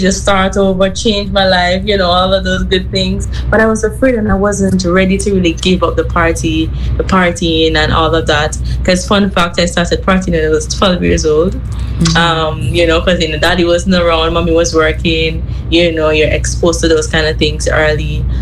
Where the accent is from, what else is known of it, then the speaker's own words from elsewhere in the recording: Kingston, Jamaica; also born or lived in Mandeville, Manchester, Jamaica; I'm a Jamaican. I grew up in Jamaica. I was born and raised in Kingston, but in the latter part of my life, I spent it in the country. That's Mandeville, Manchester.